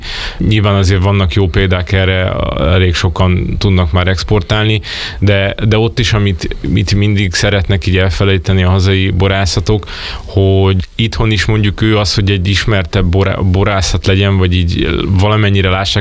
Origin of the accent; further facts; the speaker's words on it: Hungary; emberileg magyarok vagyunk ilyenek